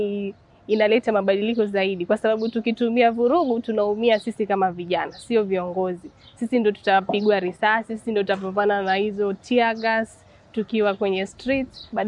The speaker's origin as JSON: {"language": "Swahili", "region": "Lamu County", "country": "Kenya", "said": "natoka kaunti ya Lamu. Mimi kama Gen"}